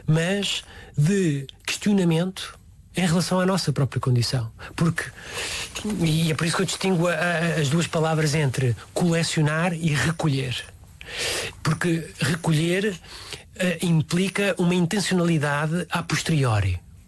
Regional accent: Queluz, Lisbon, Portugal; also born or lived in Tomar / Margem Sul / Brunei; now in Viseu, Portugal; Após eu nasci em Tomar, fiz a minha infância e juventude na zona de Queluz, depois fiz a minha idade de jovem adulto na Margem Sul, depois mudei-me para a zona de Lisboa Norte e depois mudei-me para o Brunei

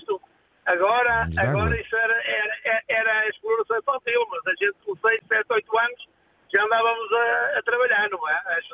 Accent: Lousada, Porto, Portugal; eu na minha zona, onde eu sou natural do Conselho de Lousada, ali de uma freguesia do Lousada

